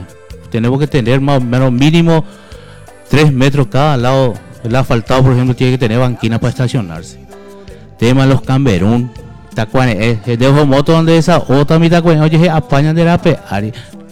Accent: Nueva Alborada, Itapúa, Paraguay; Yo por eso nací, me malcrié acá, en Alborada. Conozco como la palma de mi mano Alborada, cua por cua.

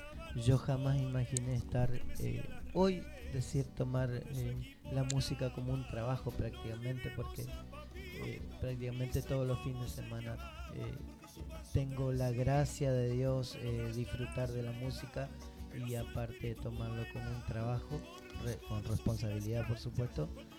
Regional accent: Reconquista, Santa Fe, Argentina; Reconquista, a mi ciudad. Bueno, la verdad que más que orgulloso de mi ciudad y de todo lo que se hace en mi ciudad

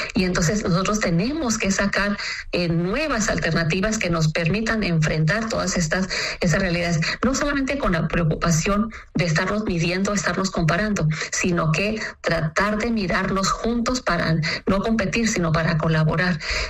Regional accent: Mexico; Nosotros hemos tenido la oportunidad como mexicanos

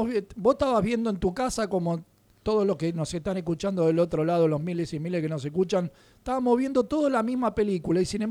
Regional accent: Uruguay; Nosotros en Uruguay, o en mi pueblo, al menos mi hermano, yo tenemos la costumbre

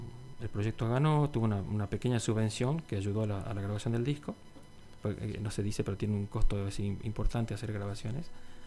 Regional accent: Salta, Argentina; now in Las Toscas, Argentina; yo soy salteño, pero hace muchísimos años que vivo acá en Las Toscas, más de 20 años.

